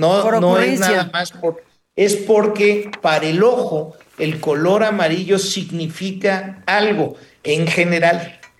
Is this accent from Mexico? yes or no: yes; Mexico City, Mexico